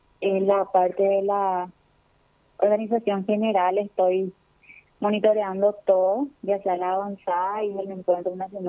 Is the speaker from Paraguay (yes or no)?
yes; Caaguazú, Paraguay; Yo soy de la diócesis de Coronel Oviedo, de la ciudad de Caaguazú